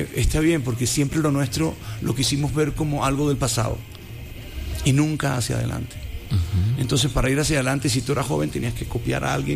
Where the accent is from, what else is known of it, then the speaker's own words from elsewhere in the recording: Puerto Rico; Ah, puñeta, es que vengo de Puerto Rico.